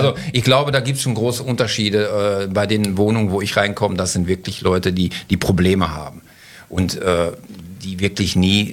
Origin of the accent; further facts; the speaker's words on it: Kleve, North Rhine-Westphalia, Germany; Und wir hatten einen großen Konzern bei uns in Kleve, der Margarine hergestellt hat.